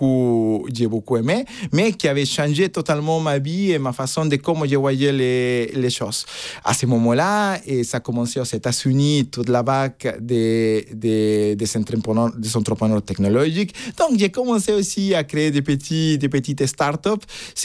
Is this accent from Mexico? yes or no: yes; Tuxtla Gutiérrez, Chiapas, Mexico; moved away as an adult; now in France; C'est passé où j'ai habité, où je suis né, au Tuxtla Gutiérrez, avec mes parents